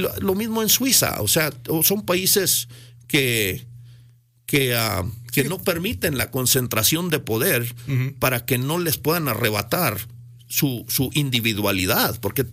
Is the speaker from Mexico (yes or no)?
yes; Chihuahua, Mexico; born there